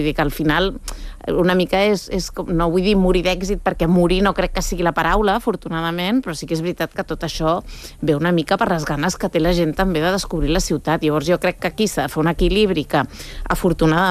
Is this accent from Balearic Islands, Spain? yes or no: no; Barcelona, Catalonia, Spain; Jo sóc una enamorada de Barcelona, sóc una enamorada de la meva ciutat